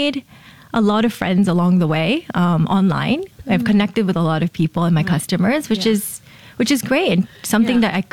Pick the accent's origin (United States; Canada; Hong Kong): Hong Kong; also born or lived in Paris, France; I am Japanese, but I was raised in Hong Kong, worked in Paris, married to a Singaporean.